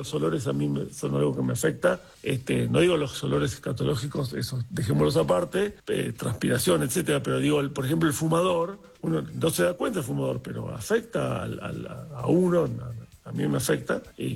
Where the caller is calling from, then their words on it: Buenos Aires, Argentina; de Núñez.